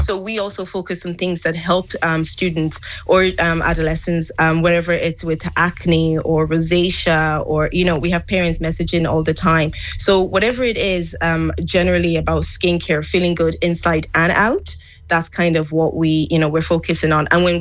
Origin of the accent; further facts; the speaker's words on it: Castlebar, Connacht, Ireland; moved away as an adult; also born or lived in Asia; just my background is I'm from Mayo, Castlebar, but I got an opportunity to do my master's out in Asia. So I basically ended up living and working there